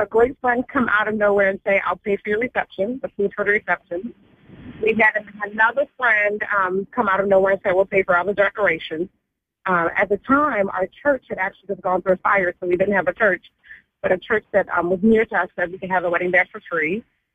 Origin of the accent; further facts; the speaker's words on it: Nigeria; my parents did not agree with it because I'm from the Nigerian, you know, culture, and they were like, he's not Nigerian